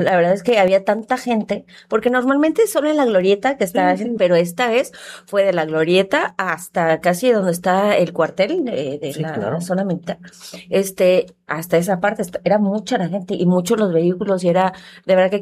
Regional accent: Mexico

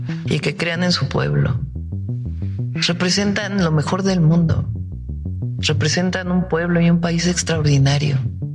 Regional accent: Mexico; Lo lo que somos las mexicanas y los mexicanos.

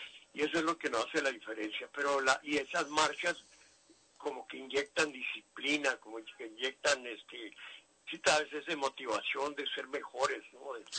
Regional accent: Mexico; los morenos somos nosotros, los mexicanos.

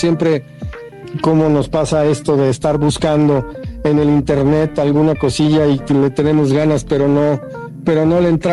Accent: Mexico

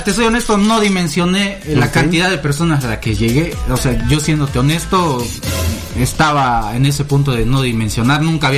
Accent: Copainalá, Chiapas, Mexico; Y en mi pueblo, en Copainalá, Chiapas, yo vendo tortas.

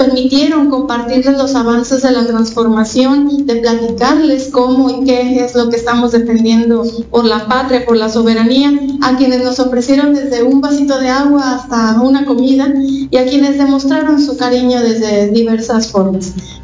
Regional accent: Colima, Mexico; que valora los derechos y el bienestar que hemos conquistado como colimenses y como mexicanos

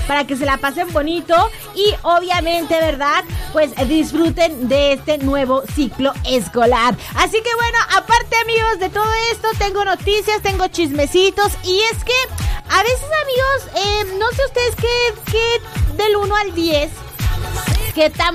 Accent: Mexico; Yo como buena mexicana

